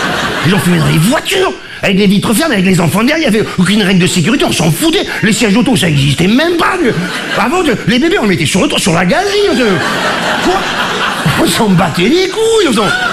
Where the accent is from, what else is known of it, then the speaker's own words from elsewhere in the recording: Marseille, Provence-Alpes-Côte d'Azur, France; moved away; quand je suis arrivé à Paris, je suis mec de la Rive du Sud, j'étais marseillais